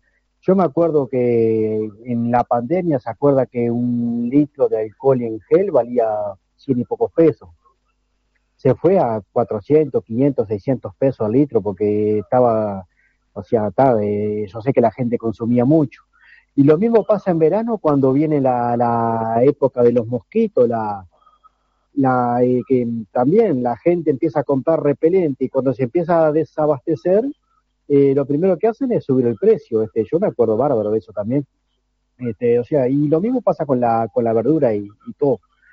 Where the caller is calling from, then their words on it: Colonia Wilson, San José, Uruguay; de Colonia Wilson.